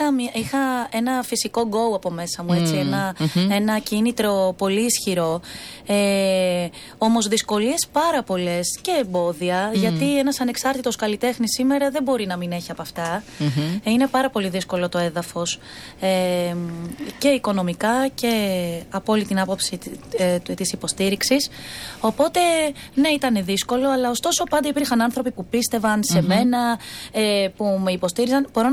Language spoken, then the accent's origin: Greek; Thessaloniki, Central Macedonia, Greece; Μετά σπούδασα θέατρο στη θεάτρου στη Θεσσαλονίκη. Είμαι από τη Θεσσαλονίκη.